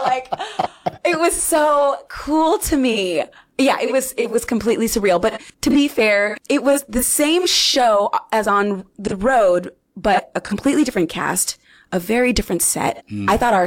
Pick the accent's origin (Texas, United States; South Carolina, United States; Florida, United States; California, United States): California, United States; Fresno; My hometown hero … she has 6 Tonys, and she's from Fresno, California.